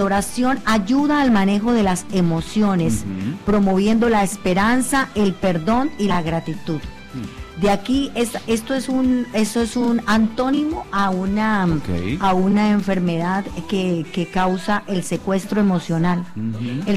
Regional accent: Sardinata, Norte de Santander, Colombia; born there; Mis raíces son de Sardinata, norte de Santander.

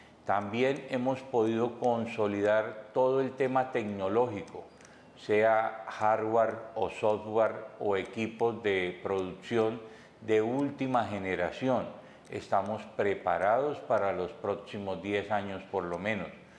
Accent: Cúcuta, Norte de Santander, Colombia; also born or lived in Santander, Colombia; una persona nacida en Santander del Sur, desde muy pequeño radicado en Cúcuta. Soy más ciudadano de Cúcuta.

